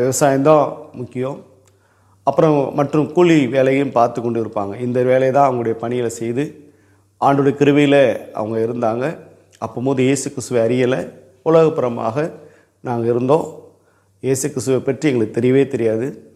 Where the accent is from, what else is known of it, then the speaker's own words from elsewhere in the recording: Mandalamanickam, Tamil Nadu, India; அப்போ எங்கள் ஊர்லேயே, எங்கள் சொந்த ஊர்லேயே மண்டலமணிக்குங்கிற ஊரத்தில் 10th வரைக்கும் இருக்குது.